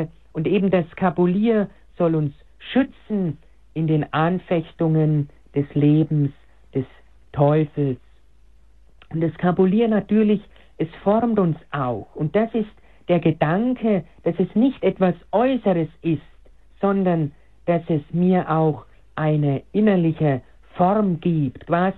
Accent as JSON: {"language": "German", "region": "Bavaria", "country": "Germany", "tie": "born there", "said": "Aber auch weiß ich in meiner Heimat, in meiner bayerischen Heimat, in Oberfranken, wo ich eben gebürtig herkomme"}